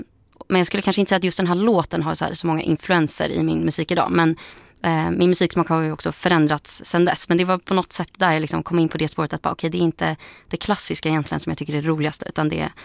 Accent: Brussels, Brussels-Capital Region, Belgium; Jag växte upp i Bryssel och där jag lyssnade inte på överdrivet mycket musik

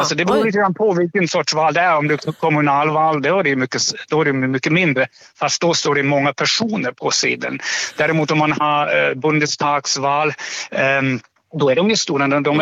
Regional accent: Germany; Swedish is a second language; now in Sweden; Och jag är ursprungligen från Tyskland och min fru och jag, vi har egentligen alltid varit lite irriterat och funderat över de här små valsedlarna som man använder här i Sverige.

